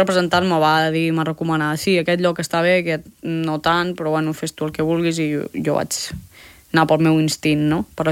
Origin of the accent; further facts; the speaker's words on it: Catalonia, Spain; moved away; sóc catalana, sóc d'aquí